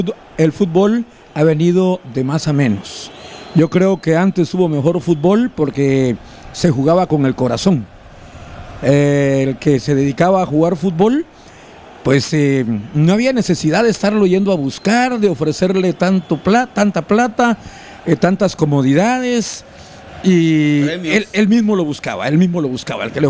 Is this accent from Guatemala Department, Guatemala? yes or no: no; Mazatenango, Suchitepéquez, Guatemala; born there; yo de niño estaba estudiando básico en Mazatenango